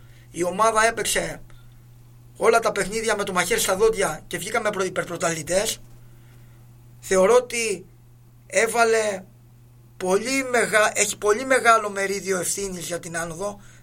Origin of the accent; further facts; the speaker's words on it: Andravida, Western Greece, Greece; Εγώ, επειδή είμαι από την Αντραβίδα, από το δίπλα χωριό